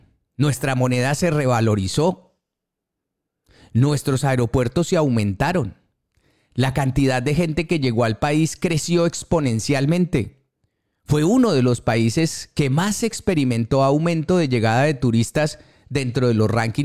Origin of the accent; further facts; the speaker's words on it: Colombia; somos colombianos.